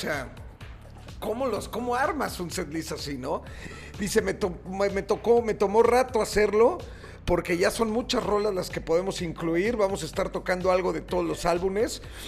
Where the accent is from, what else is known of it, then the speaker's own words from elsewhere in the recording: Mexico City, Mexico; siendo chilango